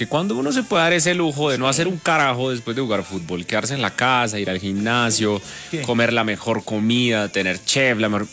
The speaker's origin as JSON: {"language": "Spanish", "town": "Chiquinquirá", "region": "Boyacá", "country": "Colombia", "tie": "born there", "said": "La Virgen de Chiquinquirá, la patrona de los chiquinquireños, hay una basílica espectacular. Es la tierra de mis ancestros, la tierra donde yo nací"}